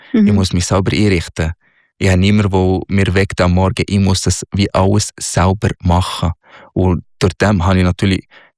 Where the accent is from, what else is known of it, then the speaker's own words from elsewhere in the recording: Egypt; now in Switzerland; Ja, ja, ja, natürlich. Natürlich, das ist mein Heimatland.